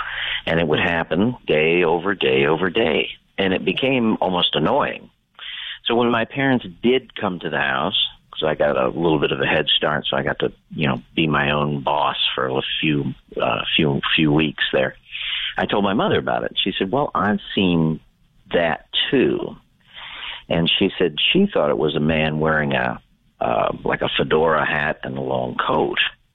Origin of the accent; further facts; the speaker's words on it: Ohio, United States; I am from South Central Ohio, and I did meet the ladies in 23 when George Norrie was doing a live show at the Egyptian in Columbus.